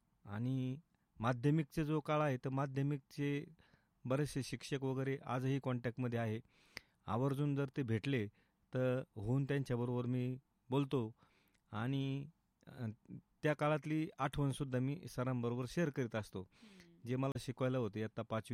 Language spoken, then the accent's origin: Marathi; Maharashtra, India; also born or lived in Shiregaon, Nevasa taluka; बालपण हे माझ्या मूळ जे माझं गाव आहे मौजे वांजुळपोळी तालुका राहुरी ह्या गावामध्येच गेलं। आणि माझं तसं जन्म ठिकाण हे नेवासा तालुक्यातील शिरेगाव गाव आहे। आणि जे माझं म्हणजे आईचं जे माहेर आहे ते शिरेगाव